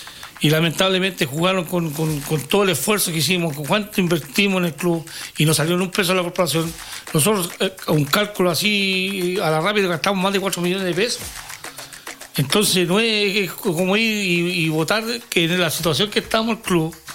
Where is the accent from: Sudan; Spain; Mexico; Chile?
Chile; Melipilla, Santiago Metropolitan Region; nosotros mismos, que somos de Melipilla